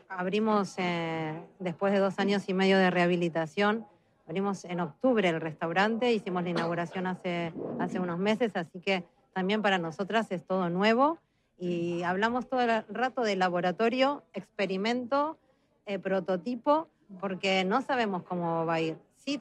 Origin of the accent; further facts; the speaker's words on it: Argentina; now in Bilbao, Spain; Mi apellido es italiano porque mis abuelos eran italianos, pero yo soy argentina, nací en Argentina. Y hace 26 años que vivo en Bilbao.